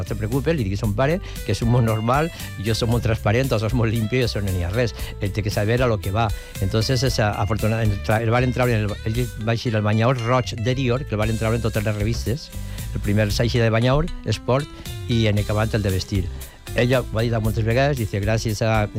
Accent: Meliana, Valencian Community, Spain; Loren és de Foios, jo soc de Meliana

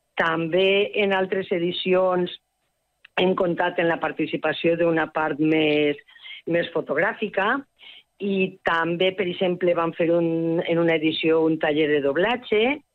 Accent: Valencian Community, Spain; born there; moved away as an adult; now in Els Ports, Spain; Jo soc nascuda a l'Horta, allà al Boralla. Després fa més de 20 anys que estic a la comarca dels Ports

